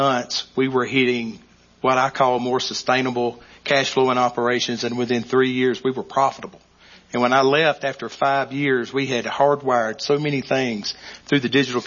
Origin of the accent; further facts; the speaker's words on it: Georgia, United States; Georgia. Very small, 4,000.